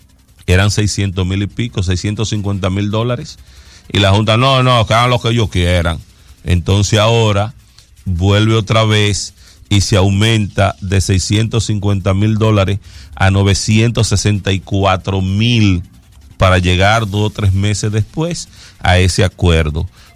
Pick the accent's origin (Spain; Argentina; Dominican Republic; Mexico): Dominican Republic; Ustedes saben cómo somos nosotros los dominicanos